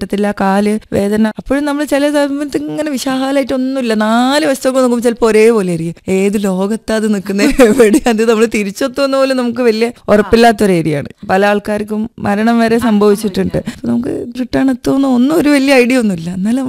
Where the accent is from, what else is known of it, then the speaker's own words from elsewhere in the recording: Thamarassery, Kerala, India; moved away as an adult; now in Thiruvananthapuram, India; കോഴിക്കോട് താമരശ്ശേരി കൂടത്തായിലാണ്. ഇപ്പം ട്രിവാൻഡ്രത്ത് ഞാനും ഹസ്ബൻഡും കൂടെ സെറ്റിൽ.